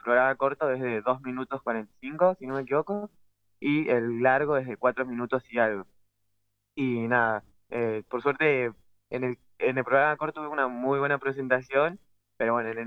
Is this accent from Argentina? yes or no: yes; Ciudad Evita, Buenos Aires Province, Argentina; yo soy de Ciudad Evita de La Matanza, pero en el barrio de mi abuela, Isidro Casanova